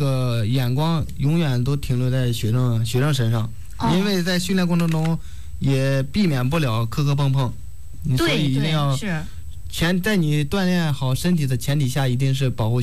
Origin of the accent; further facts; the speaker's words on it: Pingquan, Hebei, China; 承德平泉。